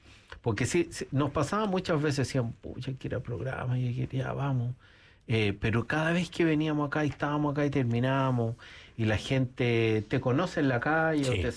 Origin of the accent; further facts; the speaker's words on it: Chile; now in New Zealand; nosotros somos chilenos